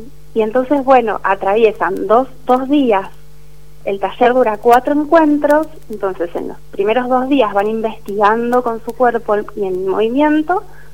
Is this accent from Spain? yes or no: no; Mendoza, Argentina; moved away as an adult; now in Buenos Aires, Argentina; en principio soy mendocina.